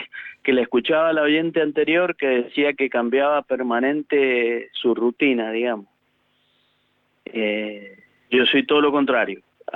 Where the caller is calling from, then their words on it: San Martín, Mendoza, Argentina; de San Martín, Mendoza.